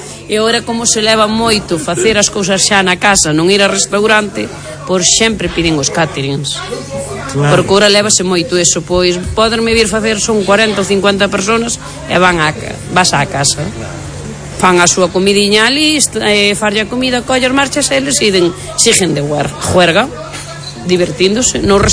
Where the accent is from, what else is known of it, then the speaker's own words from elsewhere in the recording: Ribeira, Galicia, Spain; San Pedro do Sarandón, Ribeira exactamente. Son de Ribeira, San Pedro Sarandón.